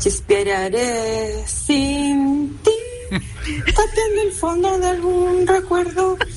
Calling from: Curauma, Valparaíso, Chile; de Curauma.

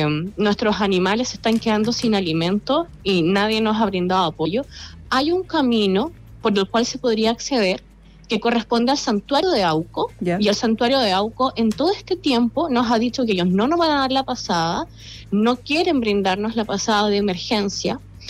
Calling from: Rinconada, Valparaíso, Chile; yo soy de Rinconada de los Andes, ¿ya? De la comunidad de Valle Escondido. Esto se encuentra detrás del santuario de Auco, en la parte de los cerros.

